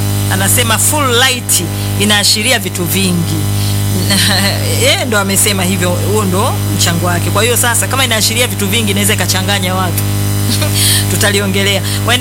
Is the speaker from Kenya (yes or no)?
no; Songwe, Tanzania; Nimetoka mkoa wa Songwe